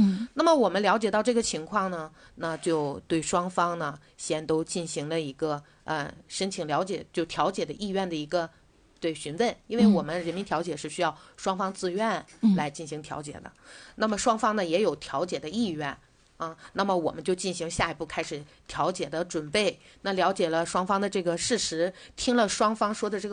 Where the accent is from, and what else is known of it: China